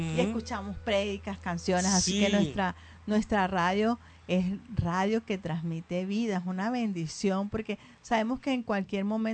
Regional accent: Venezuela; Me gustaría orar por mi país, Venezuela.

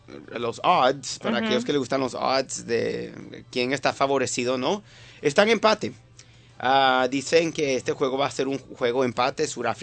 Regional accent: Venezuela; moved away; Me ha pasado que digo a alguien que soy de Venezuela

